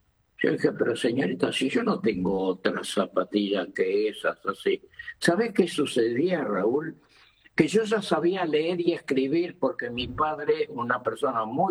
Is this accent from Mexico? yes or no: no; Cuba; born there; Yo nací en Cuba, uh-huh, en Capué, que es como si a 400 kilómetros de La Habana.